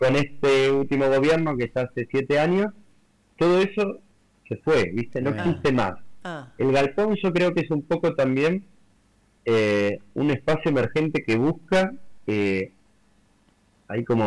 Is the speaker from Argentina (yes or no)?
yes; San Antonio de Areco, Buenos Aires Province, Argentina; estoy un poco en Areco, yo soy como de Areco, uh-huh. Y estoy un poco en Capital, así que voy haciendo mitad y mitad.